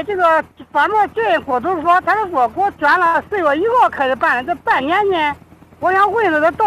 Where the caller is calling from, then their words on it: China; 俺这河南镇